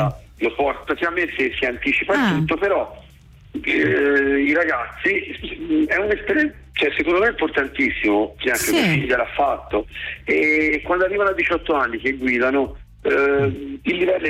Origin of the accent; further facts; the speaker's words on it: Tuscany, Italy; sono toscano